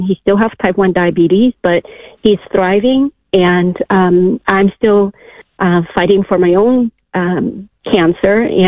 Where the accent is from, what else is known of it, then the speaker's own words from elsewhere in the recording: San Jose, California, United States; I'm from San Jose, California.